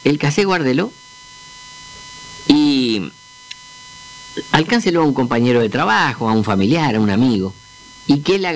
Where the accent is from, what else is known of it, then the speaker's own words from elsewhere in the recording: Argentina; a mí como argentino